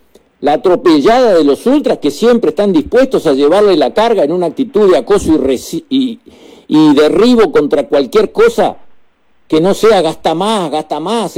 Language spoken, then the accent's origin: Spanish; Uruguay